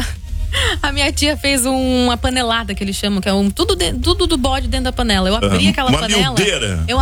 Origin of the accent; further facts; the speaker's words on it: Northeast Region, Brazil; moved away; Eu sou nordestina